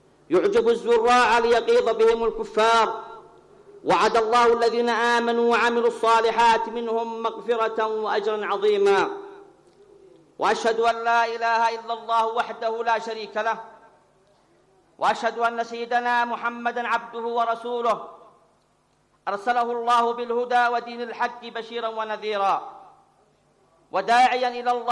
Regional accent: Yemen; ولكل أبناء شعبنا اليمني العظيم شعب الإيمان والحكمة

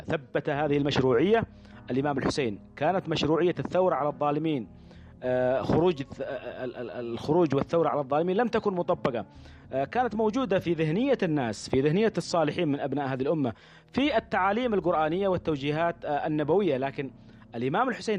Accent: Yemen; نحن نرى في أنفسنا كيمنيين، اليمنيون الأحرار يرون في أنفسهم

